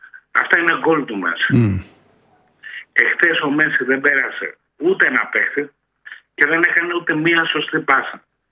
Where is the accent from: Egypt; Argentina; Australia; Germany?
Argentina; now in Piraeus, Greece; Να πω κάτι, επειδή είμαι από Αργεντινή.